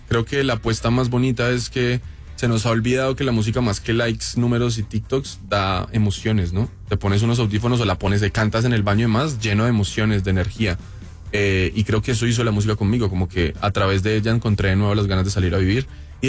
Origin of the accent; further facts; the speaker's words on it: Ibagué, Tolima, Colombia; De Ibagué, la capital musical de Colombia.